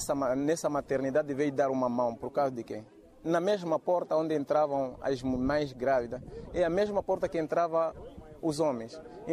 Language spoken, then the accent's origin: Portuguese; Zambezia, Mozambique; sou natural de Micaúni, aqui onde nasci.